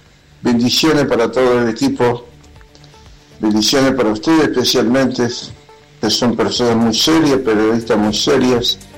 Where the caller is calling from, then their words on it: Neuquén, Argentina; Bahía, mire, soy de Neuquén. Le envío un cariñoso saludo.